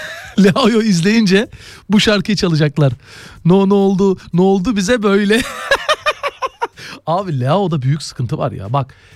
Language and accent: Turkish; Zeytinburnu, Istanbul, Turkey; Bak bir gün biz tabii Zeytinburnu'ndayız.